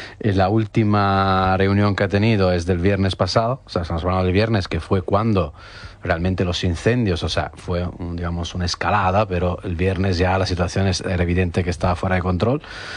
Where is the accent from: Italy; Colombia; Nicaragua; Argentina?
Italy; Spanish is a second language; now in Spain; siempre pienso también en mi país, en Italia.